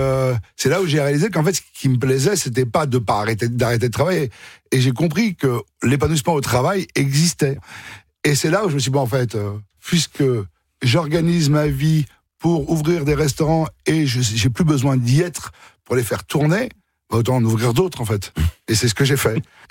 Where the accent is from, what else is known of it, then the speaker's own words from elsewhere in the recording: Suresnes, Île-de-France, France; born there; En fait, moi, je suis né à Suresnes, donc je me suis toujours un peu baladé dans les villes des Hauts-de-Seine.